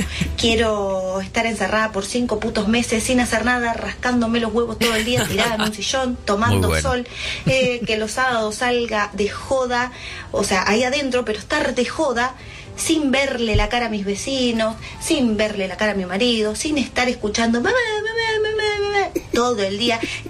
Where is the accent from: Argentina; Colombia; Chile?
Argentina; Rosario, Santa Fe; soy de Rosario